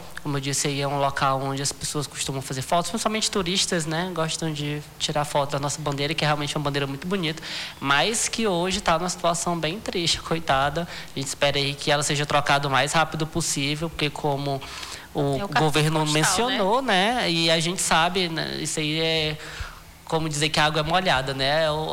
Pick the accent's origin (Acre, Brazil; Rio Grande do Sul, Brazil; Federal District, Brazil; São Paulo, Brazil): Acre, Brazil; Tenho muito orgulho de dizer que sou acreano, porque a bandeira do Acre é muito bonita mesmo.